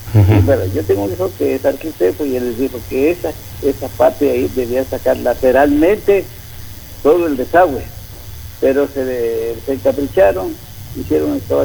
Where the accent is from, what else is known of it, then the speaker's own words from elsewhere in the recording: Guadalajara, Jalisco, Mexico; Yo soy oriundo de Guadalajara.